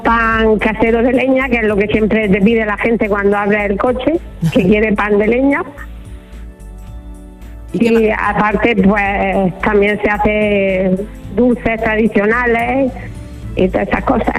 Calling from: Cuevas del Almanzora, Andalusia, Spain; En Guasamara.

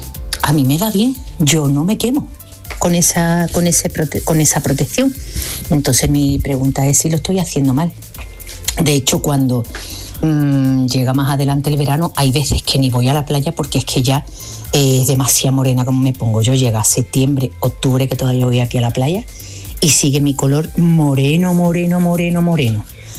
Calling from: Cádiz, Andalusia, Spain; de Cádiz.

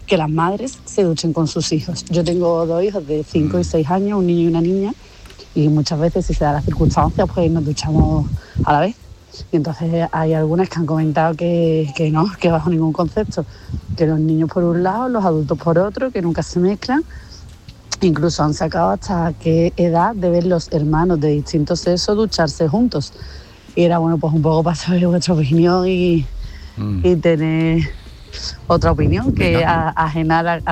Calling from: Seville, Andalusia, Spain; Hola, pues … de Sevilla.

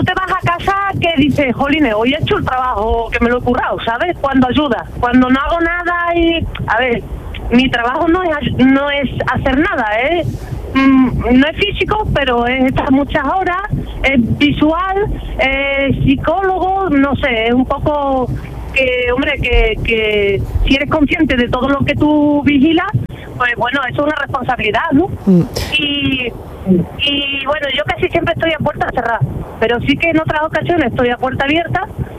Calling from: Peñarroya-Pueblonuevo, Andalusia, Spain; soy de Peñarroya, Pueblo Nuevo.

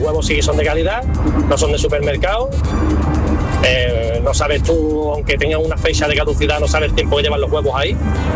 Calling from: Chiclana de la Frontera, Andalusia, Spain; Buenos días … de Chiclana.

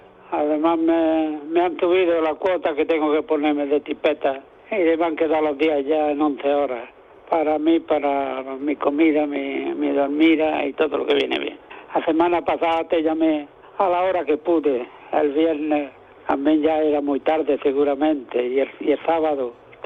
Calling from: Almuñécar, Andalusia, Spain; de Almuñécar

